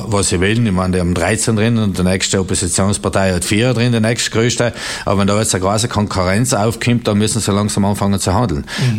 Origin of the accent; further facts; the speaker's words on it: Trentino-Alto Adige, Italy